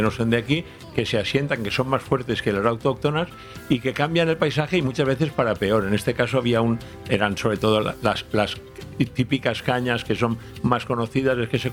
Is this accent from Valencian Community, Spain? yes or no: yes; Altea, Valencian Community, Spain; soy muy de Altea, me quiero mucho mi pueblo